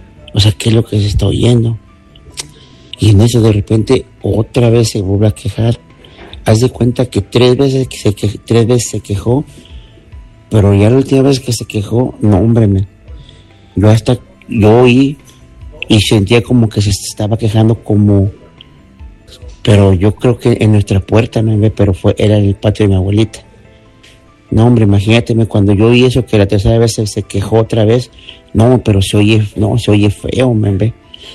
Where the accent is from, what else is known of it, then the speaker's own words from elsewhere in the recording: Apizaco, Tlaxcala, Mexico; Tenía yo 9 años. Ya en Apizaco. Yo soy originario de Apizaco, Cerrito de Guadalupe.